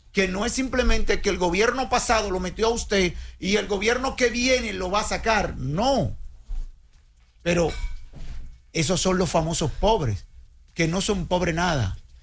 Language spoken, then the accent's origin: Spanish; Santo Domingo, Dominican Republic; Porque yo soy de Palmarejo, y Palmarejo está entre los sectores bajitos.